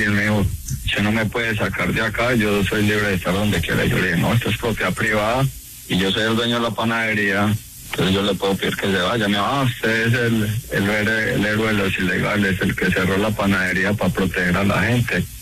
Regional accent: Antioquia, Colombia; Pero a ver, primero, somos de sangre paisa, sangre de arrieros. Yo fui ex militar en Colombia.

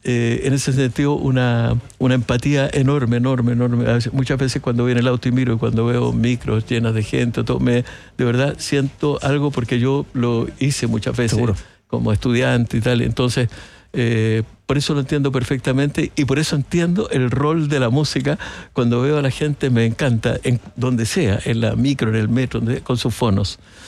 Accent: Valparaíso, Chile; Yo soy porteño, nací en Valparaíso, siempre amé al mar

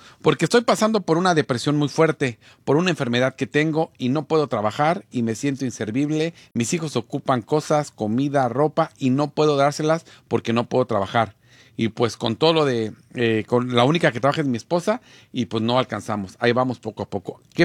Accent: Mexico; Pero somos mexicanos.

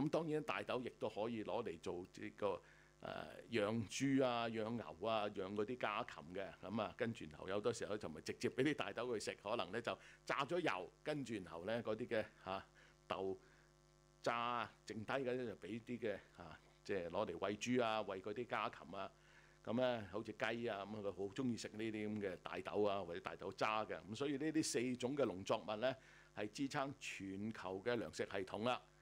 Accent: Australia; 呢度值得我哋澳洲人咧自豪啊！

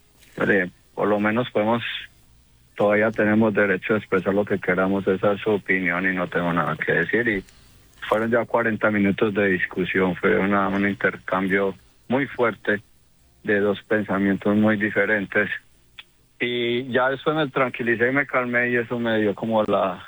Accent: Antioquia, Colombia; somos de sangre paisa, sangre de arrieros.

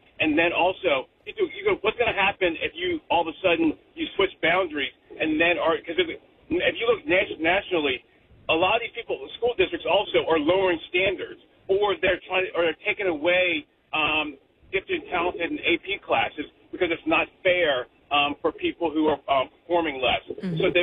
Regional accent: Baltimore County, Maryland, United States; I find that growing up in Baltimore County public schools and raising my kids through there

